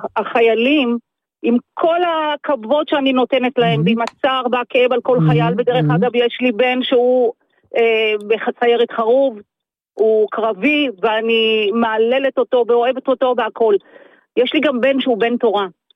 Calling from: Central Israel, Israel; אני מהמרכז.

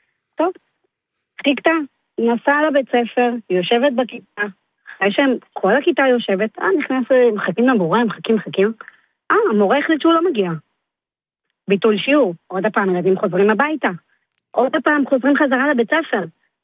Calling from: Holon, Tel Aviv District, Israel

